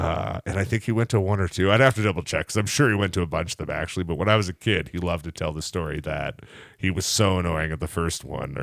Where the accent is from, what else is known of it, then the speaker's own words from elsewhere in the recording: Canada; we're both Canadian.